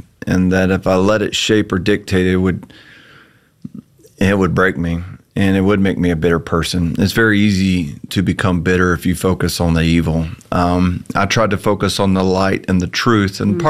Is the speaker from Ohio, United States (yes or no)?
no; Boone, North Carolina, United States; You know, I'm a Southern boy, and so I'm very thankful. I grew up in Boone, North Carolina.